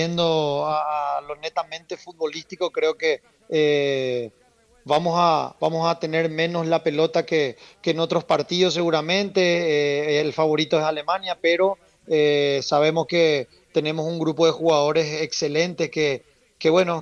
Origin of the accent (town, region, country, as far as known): Paraguay